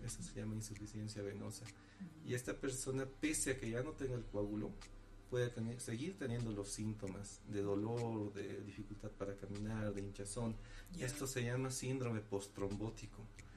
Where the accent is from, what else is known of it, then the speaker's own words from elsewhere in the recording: La Paz, Bolivia; Hay que ser solidarios como bolivianos, como paceños.